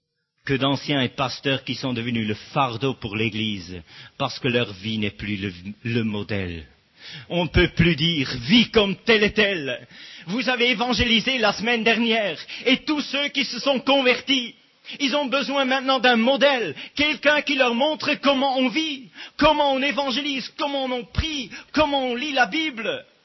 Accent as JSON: {"language": "French", "country": "Switzerland", "said": "je suis suisse"}